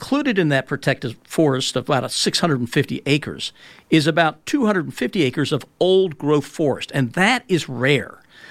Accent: Lexington, Kentucky, United States; I was born in Lexington. I spent most of my life in Kentucky.

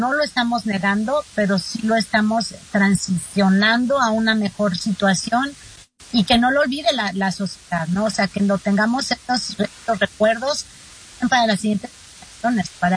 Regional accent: Mexico; yo soy mexicana, tenemos el Día de los Muertos

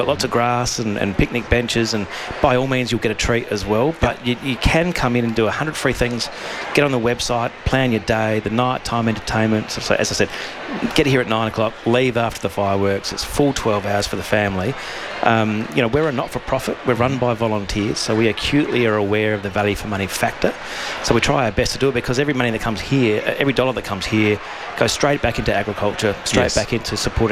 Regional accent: Hallett, South Australia, Australia; I grew up in Grey, in the electorate of Grey, so at Hallett, north of Burra, about 200 kilometres north of here, and on a wheat and sheep property

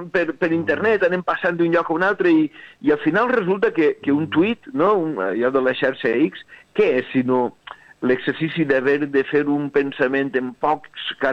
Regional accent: Altea, Valencian Community, Spain; Saps que com a animal que viu a cavall entre Altea, que mon pare és d'Altea, jo soc d'Altea, m'he criat així, però sí.

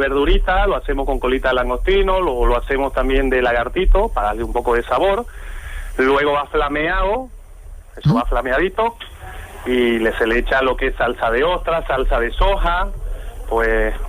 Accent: Bolivia; moved away; Porque me vine muy joven, entonces es una cocina muy complicada.

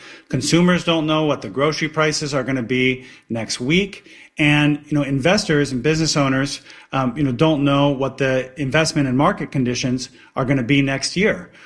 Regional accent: East Lansing, Michigan, United States; I was raised here in East Lansing. I live downtown Lansing with my wife

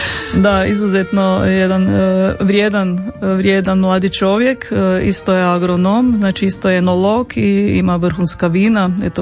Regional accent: Krapina-Zagorje County, Croatia; Kod nas u Zagorju ima jako puno tih malih lokalnih udruga

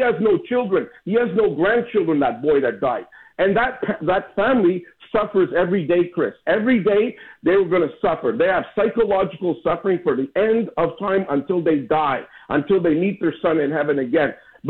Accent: Canada; I'm a Canadian. I'm up north.

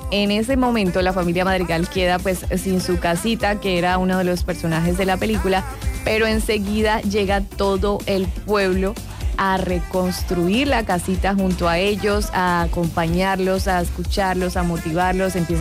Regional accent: Colombia; Eso también somos los colombianos

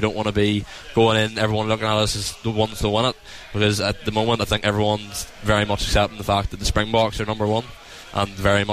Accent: Ireland; I couldn't be prouder as an Irishman being in New Zealand, playing rugby in New Zealand.

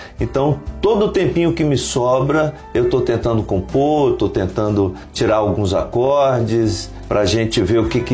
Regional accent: Teófilo Otoni, Minas Gerais, Brazil; Eu sou do nordeste de Minas, eu sou natural de Teófilo Otoni.

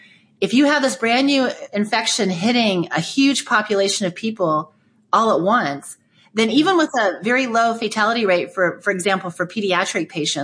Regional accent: United States; born there; I was born here in the United States. I'm a naturally born American citizen. I love this country. I'm the daughter of parents who fled political persecution from behind the Iron Curtain of communism.

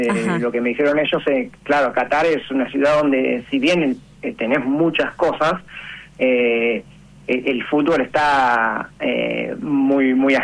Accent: Banfield, Buenos Aires Province, Argentina; Yo soy de Banfield.

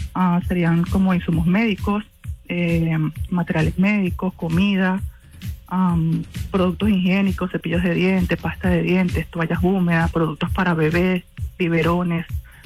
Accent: Caracas, Capital District, Venezuela; moved away as an adult; now in Nebraska, United States; yo soy de Caracas, ya tengo acá más de 10 años en Nebraska

